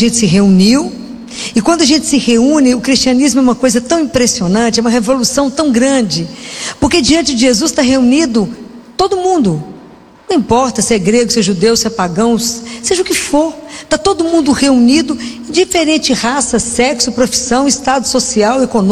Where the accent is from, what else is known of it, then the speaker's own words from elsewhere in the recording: Oliveira, Minas Gerais, Brazil; moved away; eu, que sou de Oliveira, lá do interior